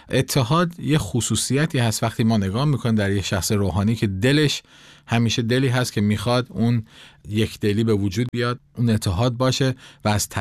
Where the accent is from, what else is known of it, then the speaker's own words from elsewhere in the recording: Iran; همه میگیم ما ایرانی هستیم